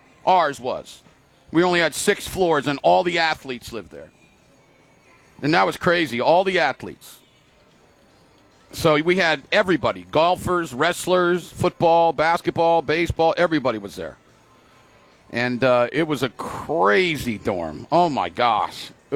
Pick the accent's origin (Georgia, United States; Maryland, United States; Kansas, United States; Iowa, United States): Maryland, United States; I come from Maryland, and I am the scholar athlete of the entire state.